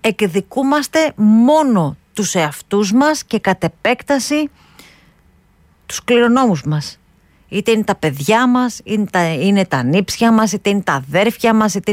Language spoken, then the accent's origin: Greek; Sparta, Peloponnese, Greece; born there; moved away; also born or lived in Aigaleo; Είμαστε international χωριό στη Μαγούλα Σπάρτη